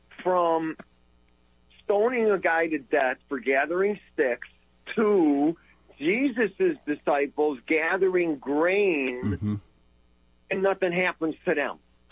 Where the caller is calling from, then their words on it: Chicago, Illinois, United States; Well, I was from Southwest Side.